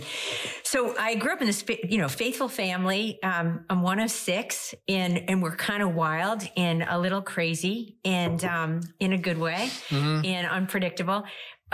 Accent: Long Island, New York, United States; I grew up on Long Island in New York.

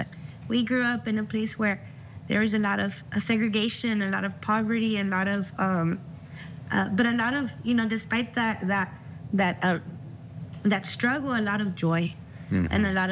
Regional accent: the Rio Grande Valley, Texas, United States; now in San Antonio, United States; especially growing up in the Valley.

